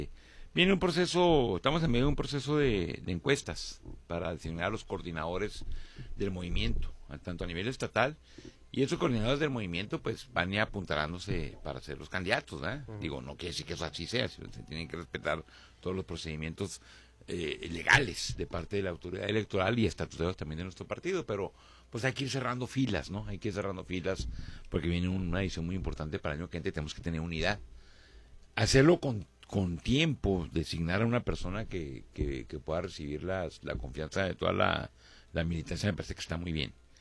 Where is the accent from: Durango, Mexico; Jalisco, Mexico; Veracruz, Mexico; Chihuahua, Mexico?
Chihuahua, Mexico; como mexicanos, como chihuahuenses